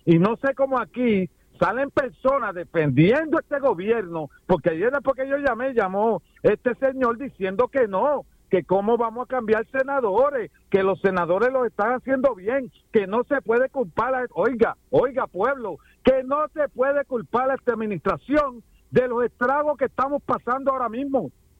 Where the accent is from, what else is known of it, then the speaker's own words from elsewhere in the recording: Puerto Rico; now in U.S. Virgin Islands; yo soy nacido y criado en Puerto Rico.